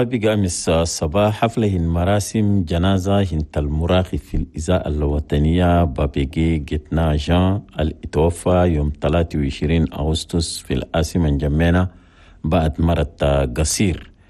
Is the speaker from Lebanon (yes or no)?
no; Chad; في بلدنا تشاد.